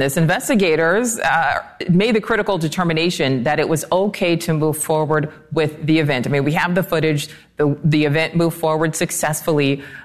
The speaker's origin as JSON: {"language": "English", "town": "Lincoln", "region": "Nebraska", "country": "United States", "tie": "born or raised there", "moved": "yes", "said": "All right, Allie Bradley, live there in my hometown of Lincoln, Nebraska."}